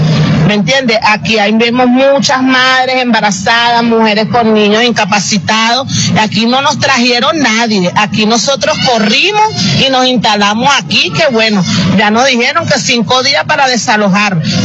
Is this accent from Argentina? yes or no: no; Caracas, Capital District, Venezuela; Sí, del propio Caracas.